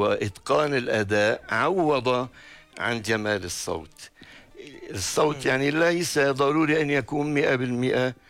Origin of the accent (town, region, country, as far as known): Aleppo, Aleppo Governorate, Syria